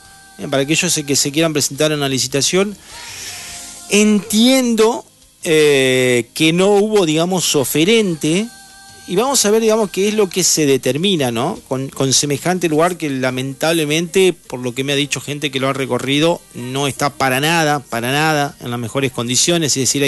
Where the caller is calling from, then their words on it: Loma Hermosa, Buenos Aires Province, Argentina; de Loma Hermosa, San Martín, Buenos Aires. Te comento que aquí en Loma Hermosa, San Martín, tenemos una tarde con un sol radiante espectacular.